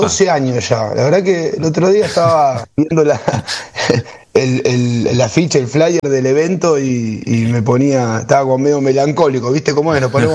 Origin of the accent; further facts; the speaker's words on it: Argentina; Yo soy de Buenos Aires, hice toda mi carrera, hace casi 40 años que hago taekwondo, y toda mi carrera acá en Buenos Aires